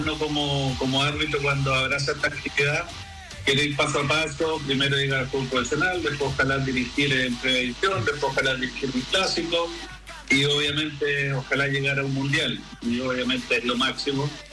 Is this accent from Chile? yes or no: yes; Chile; La verdad que es demasiado bueno para sentirse orgulloso como chileno